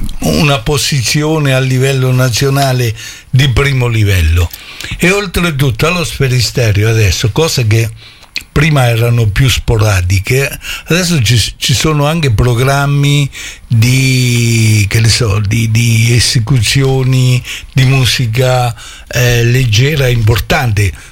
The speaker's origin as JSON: {"language": "Italian", "town": "Macerata", "region": "Marche", "country": "Italy", "said": "Noi che siamo di Macerata, o comunque amiamo Macerata"}